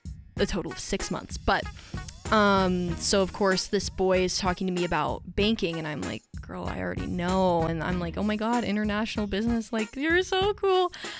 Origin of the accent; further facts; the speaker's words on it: Eagle River, Alaska, United States; moved away as an adult; I lived in one place literally until like last fall. So I don't even know. And I would still consider myself... Actually, I'm from a place called Eagle River in Alaska.